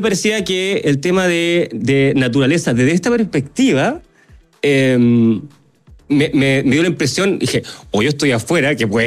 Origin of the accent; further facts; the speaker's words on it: Chile; la gran mayoría somos chilenos con preocupaciones, yo diría, muy locales